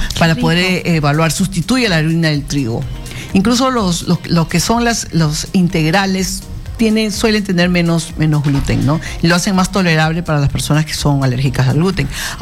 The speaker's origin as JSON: {"language": "Spanish", "town": "Pisco", "region": "Ica", "country": "Peru", "said": "Yo soy de Pisco, pues."}